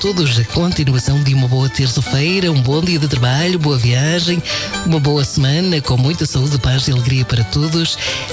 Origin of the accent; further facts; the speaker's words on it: São Jorge Island, Azores, Portugal; now in California, United States; Envio também um grande abraço a toda a minha família e amizades nos Açores, em especial na minha terra, Ilha de São Jorge.